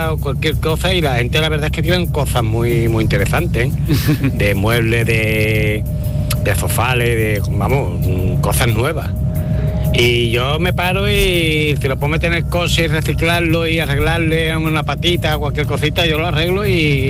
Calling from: Utrera, Andalusia, Spain; de Utrera. Yo tengo una parcelita

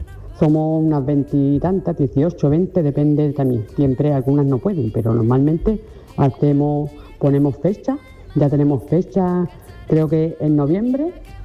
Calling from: Ronda, Andalusia, Spain

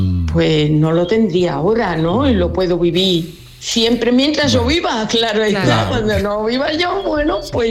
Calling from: Dos Hermanas, Andalusia, Spain; de Dos Hermanas.

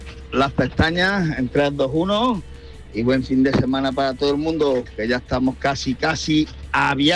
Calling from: Bujalance, Andalusia, Spain; de Bujalance.

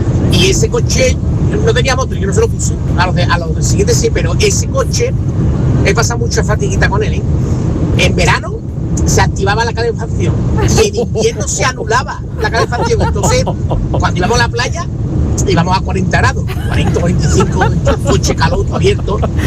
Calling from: Seville, Andalusia, Spain; de Sevilla, ahora voy de Burgos para Sevilla, en ruta.

